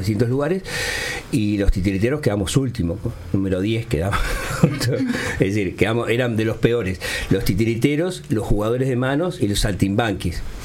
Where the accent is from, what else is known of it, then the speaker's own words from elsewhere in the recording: Montevideo, Uruguay; Mi familia es de una familia humilde, ¿no? Bastante humilde, somos del Cerro, cerquita de Cerro Norte ahí.